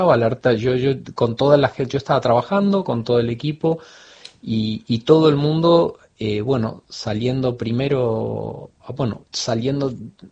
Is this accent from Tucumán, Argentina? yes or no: no; Buenos Aires, Argentina; born or raised there; also born or lived in United States / France